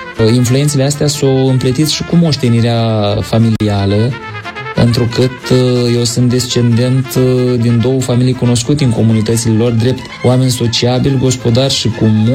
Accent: Broșteni, Neamț County, Romania; moved away; Cred că locurile natale și-au pus profund amprenta asupra felului meu de a fi. Există acolo ceva din spiritul Creangă, din energia și naturaleța lumii moldovenești și din autenticitatea lumii moldovenești, autenticitatea satului moldovenesc.

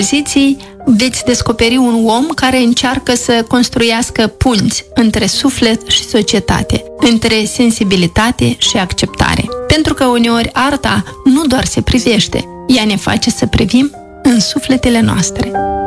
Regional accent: Moldova; aici la noi acasă

